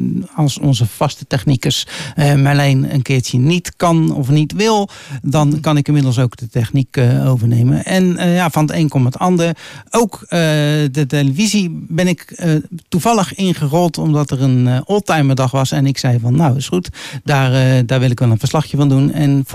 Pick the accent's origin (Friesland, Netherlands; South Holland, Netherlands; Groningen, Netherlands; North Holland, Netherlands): South Holland, Netherlands; moved away as an adult; now in Nijverdal, Netherlands; Ik kom inderdaad, woon nu in Nijverdal. Oorspronkelijk kom ik uit de omgeving van Rotterdam.